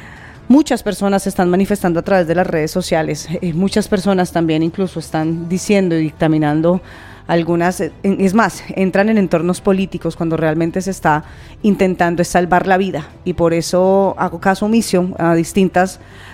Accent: Colombia; hace parte de nuestro tema vital como colombianos.

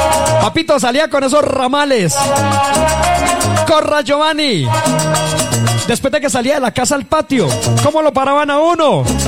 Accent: Colombia

